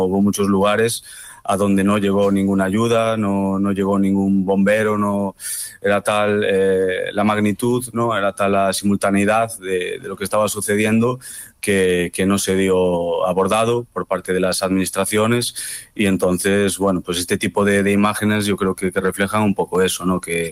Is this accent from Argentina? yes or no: no; Ourense, Galicia, Spain; desde que yo me inicio como fotoperiodista en mi tierra, en Ourense, en Galicia.